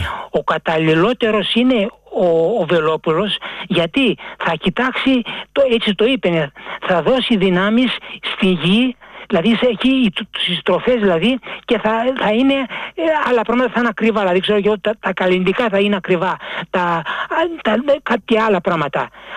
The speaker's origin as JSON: {"language": "Greek", "town": "Glyfada", "region": "Attica", "country": "Greece", "said": "από τη Γλυφάδα."}